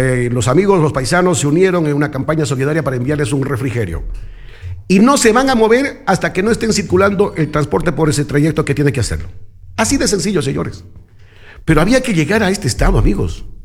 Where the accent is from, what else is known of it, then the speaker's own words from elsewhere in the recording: Chuquiribamba, Loja, Ecuador; mi parroquia Chucuribam. Yo a mi pueblo la defiendo